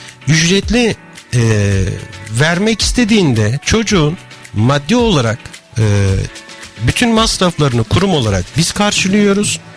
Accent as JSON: {"language": "Turkish", "town": "Samsat", "region": "Adıyaman", "country": "Turkey", "tie": "born there", "said": "1979 Samsat doğumluyum."}